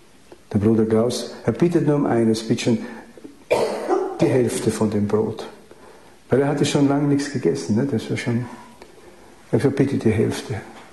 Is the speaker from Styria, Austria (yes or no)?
yes; Styria, Austria; also als Steirer, wissen Sie, das ist ja unglaublich.